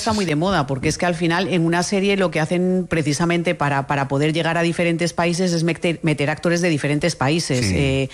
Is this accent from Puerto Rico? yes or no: no; Spain; pero pues para mí como española yo tampoco veo notada mucho la diferencia.